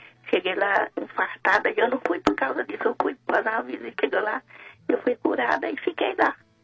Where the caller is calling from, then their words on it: São Paulo, Brazil; Aqui da Itaquera.